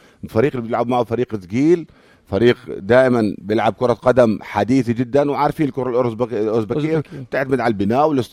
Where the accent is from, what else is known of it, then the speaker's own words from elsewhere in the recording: Jordan; إحنا ككرة أردنية